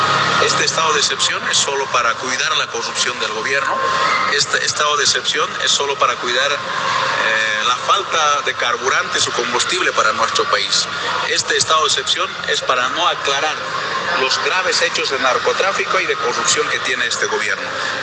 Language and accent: Spanish; Bolivia; Los bolivianos, nuestros problemas tenemos que resolver como bolivianos